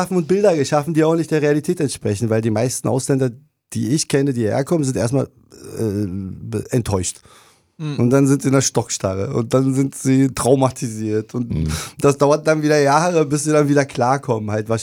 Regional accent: Berlin, Germany; Und das war auch völlig egal damals in Berlin, deine Herkunft. Du warst Berliner, das hat man einem beigebracht.

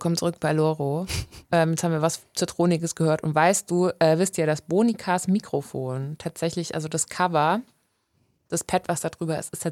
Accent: East Germany, Germany; wir versuchen hier Westdeutschland immer zu integrieren, hier als Ostdeutsche.

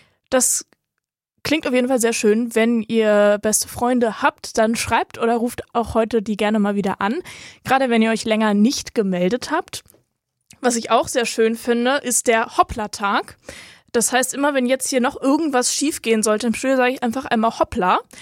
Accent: Berlin, Germany; Weil ich kenne es als Berliner, dann sagen aber auch Leute irgendwie Krapfen dazu

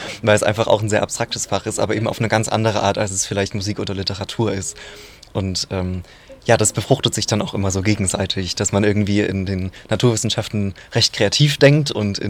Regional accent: Saxony, Germany; born there; moved away as an adult; now in Rostock, Germany; Ich bin in der Nähe von Leipzig geboren

